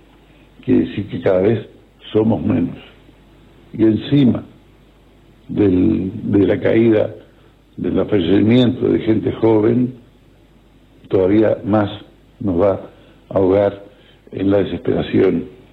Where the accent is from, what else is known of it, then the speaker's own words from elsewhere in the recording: Uruguay; somos uruguayos.